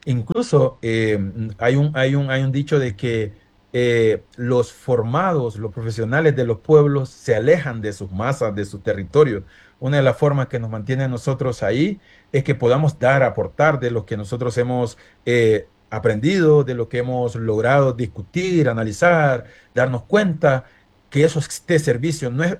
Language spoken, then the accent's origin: Spanish; Iriona, Colón, Honduras; also born or lived in United States; yo nací allá en Iriona, desde ahí donde mi mamá me enseñó a sembrar yuca, a sembrar coco